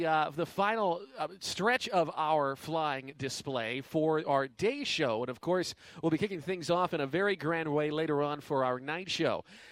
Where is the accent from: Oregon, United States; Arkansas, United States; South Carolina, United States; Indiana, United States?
Indiana, United States; Evansville; It was built in my hometown of Evansville, Indiana